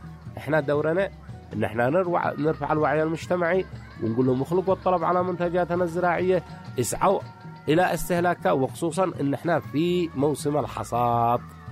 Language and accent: Arabic; Yemen; الذي عندنا في القرية، الذي عندنا في السوق الشعبي، الذي عندنا في عواصم المحافظات، والذي عندنا في صنعاء